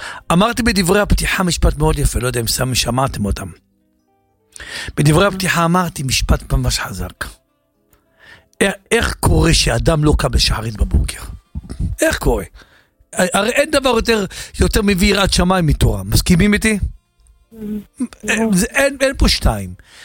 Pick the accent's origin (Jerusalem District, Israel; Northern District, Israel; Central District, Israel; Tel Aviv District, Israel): Northern District, Israel; Safed; moved away; הסתכלתי גם שזה עיר מולדתי